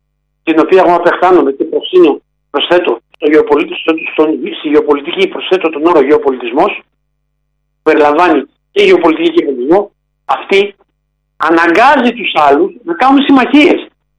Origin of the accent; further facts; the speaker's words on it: Greece; είμαστε Έλληνες εδώ